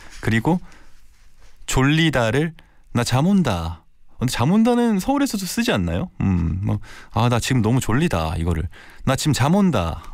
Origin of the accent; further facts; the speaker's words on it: Daejeon, South Korea; 이 대전 사람인 제가 봐도 야 사투리가 있는 것 같은데